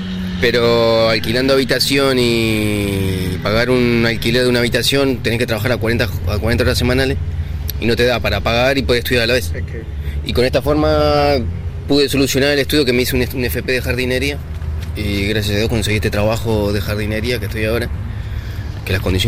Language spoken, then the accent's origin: Spanish; Argentina; now in Spain; Pero no sé, creo que si comparo, si estaría en mi país ahora en Argentina, creo que ni un neumático me podría comprar.